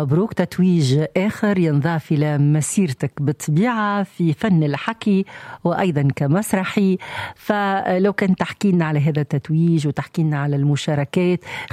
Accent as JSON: {"language": "Arabic", "country": "Tunisia", "said": "خاصة وإحنا تونسي عاد غرامه في الزحمة"}